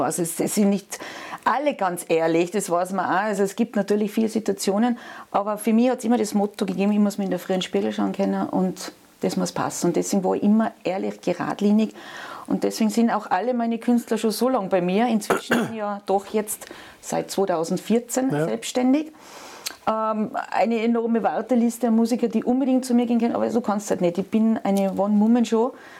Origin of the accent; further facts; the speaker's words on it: western Austria, Austria; wir sind alle aus dem Westen.